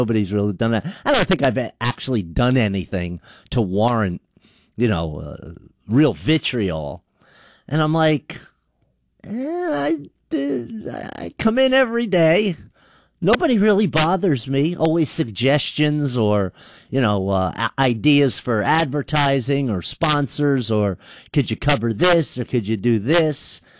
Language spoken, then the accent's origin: English; New Jersey, United States; moved away as an adult; I'll go back to where I'm from Jersey